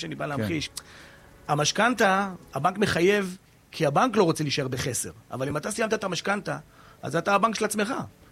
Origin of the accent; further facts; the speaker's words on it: Southern District, Israel; גם אני בן הנגב